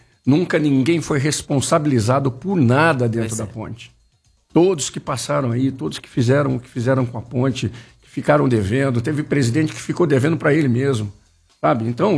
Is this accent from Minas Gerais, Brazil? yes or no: no; Campinas, São Paulo, Brazil; Eu sou campineiro, eu vivo o futebol de Campinas há mais de 50 anos.